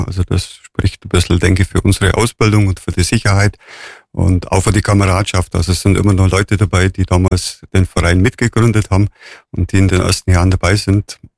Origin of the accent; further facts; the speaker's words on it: Durach, Bavaria, Germany; Ja, ich komme aus Durach und da haben wir den Öschlesee nebendran